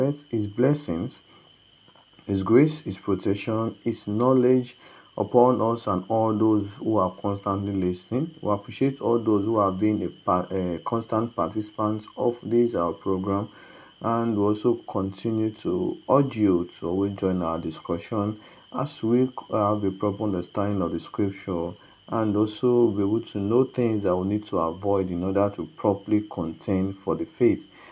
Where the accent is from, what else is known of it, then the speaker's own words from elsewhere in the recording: Okada, Edo, Nigeria; from Okada Town, Edo State, Nigeria